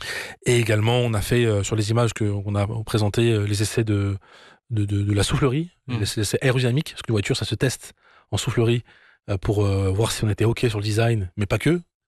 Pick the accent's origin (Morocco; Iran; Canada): Morocco; now in France; Moment historique, inoubliable en tant que Marocain, ou ce Marocain du monde. On est en France. Loin du Maroc au départ, avec juste les vacances d'été